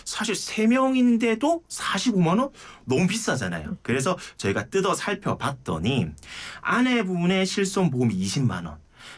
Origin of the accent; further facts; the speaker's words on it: Geoje, South Gyeongsang, South Korea; moved away; 제 고향인 거제도도 갈 수 있습니다.